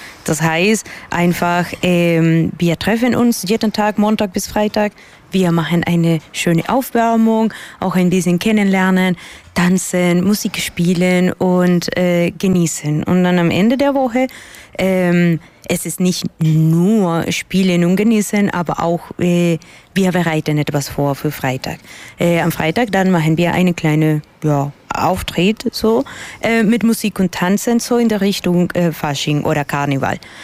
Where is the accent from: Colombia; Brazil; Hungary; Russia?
Colombia; German is a second language; moved away as an adult; now in Weimar, Germany; also ich bin … ich komme aus Kolumbien, wohne seit 10 Jahren in Deutschland, ganz genau in Weimar.